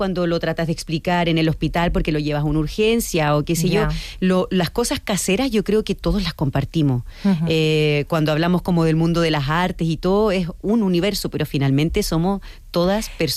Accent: Chile; now in Spain; la verdad que somos muy chilenos

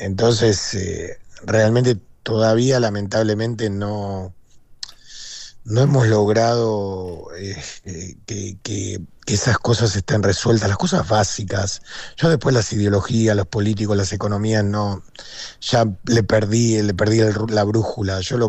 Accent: Argentina; A mí lo que más me preocupa como argentino es el tema de que la gente pueda tener trabajo

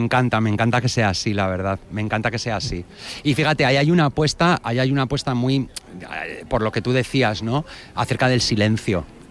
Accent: Bilbao, Basque Country, Spain; moved away; en el momento en el que tomo la decisión de volver a mi casa, de volver a mi tierra y volver a Bilbao

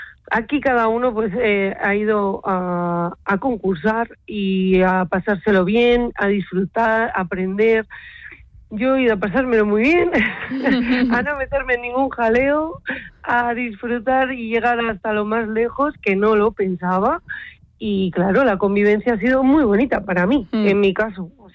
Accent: La Rioja, Spain; Bueno, pues el menú estaba inspirado en mi tierra, La Rioja

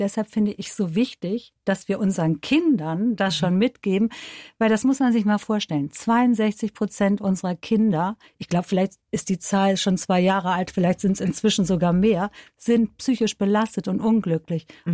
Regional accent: Bonn, North Rhine-Westphalia, Germany; ich komme ja aus Bonn, ne?

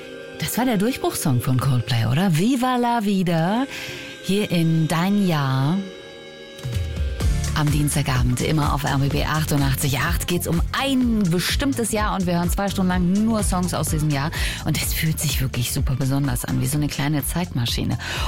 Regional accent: Berlin, Germany; weil ich endlich zurück konnte nach Berlin, meiner Heimat. Ich war eine ganze Zeit lang weg

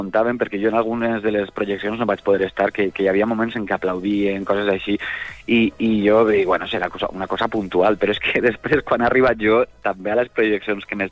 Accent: Onda, Valencian Community, Spain; moved away; em vaig apropar a una església del meu poble, de Onda, a la que jo anava de jove

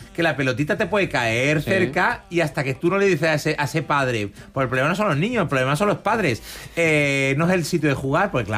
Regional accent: Menorca, Balearic Islands, Spain; Pero, a ver, yo soy de Menorca.

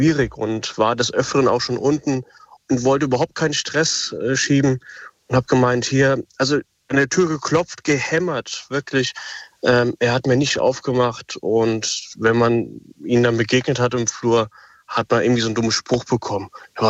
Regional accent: Wiesbaden, Hesse, Germany; Zweite Geschichte natürlich, ich komme aus Wiesbaden, Wilhelmstraße.

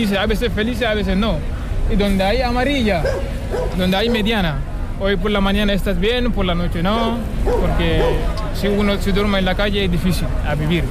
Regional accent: Chad; Yo soy de Chad, yo nací en Capital, se llama.

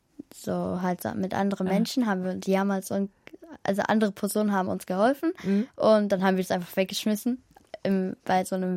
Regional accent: Munich, Bavaria, Germany; born there; Also, ich bin in Deutschland. Also, ich bin in München geboren und ich komme halt aus Kurdistan. Das ist in Asien.

